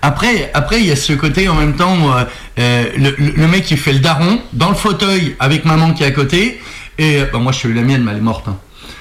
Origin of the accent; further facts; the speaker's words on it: Brazil; je suis du Brésil et j'ai des coups comme ça.